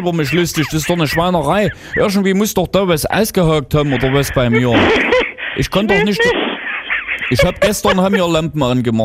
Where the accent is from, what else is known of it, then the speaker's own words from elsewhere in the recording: Berlin, Germany; Ich bin ganz normaler Berliner.